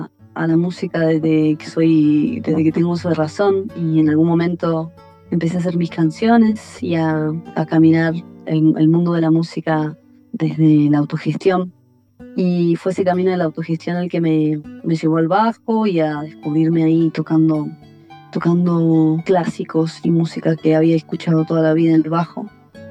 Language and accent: Spanish; Argentina; de la tierra, de Argentina, la tierra en la que crecí y que me nutrió con tanto arte